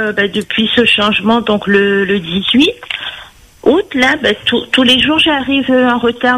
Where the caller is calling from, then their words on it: Saint-Leu, Réunion; je parle pour la population de Saint-Leu.